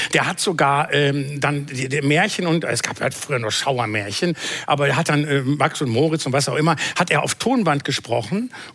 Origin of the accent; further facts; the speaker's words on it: Bielefeld, North Rhine-Westphalia, Germany; ein Klassenkamerad von mir, der in Bielefeld in meiner Heimatstadt Bielefeld, einen kleinen nachhaltigen, oft und sehr viel prämierten Verlag hat